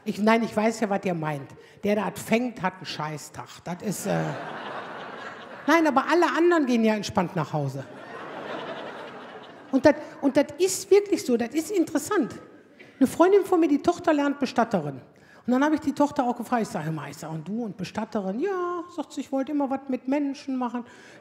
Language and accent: German; Aldekerk, North Rhine-Westphalia, Germany; ich komme aus Aldekerk.